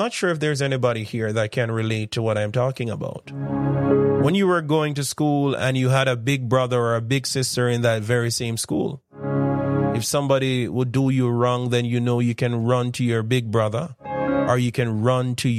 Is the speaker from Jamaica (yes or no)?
yes; Jamaica